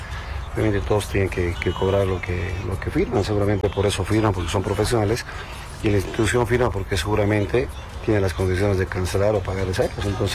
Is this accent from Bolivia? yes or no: yes; Cochabamba, Bolivia; moved away; mis padres que viven acá, mi familia, están cerca de mi tierra, Cochabamba